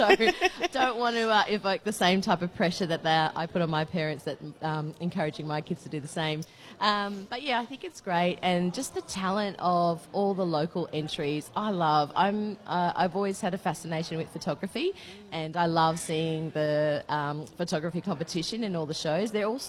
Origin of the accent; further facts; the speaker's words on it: Katherine, Northern Territory, Australia; My hometown of Katherine, you know, the setup's different, but there's so many elements that are the same.